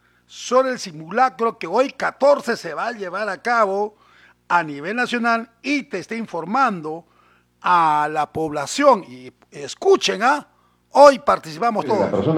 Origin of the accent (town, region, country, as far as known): Peru